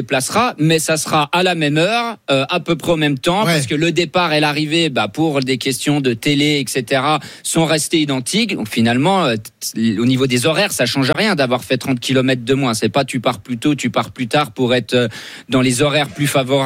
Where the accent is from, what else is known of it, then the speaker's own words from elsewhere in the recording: Auvergne-Rhône-Alpes, France; le jour de l'arrivée au plateau de Solaison, le tour va passer dans mon village natal. C'est un tout petit village, il y a 1500 habitants.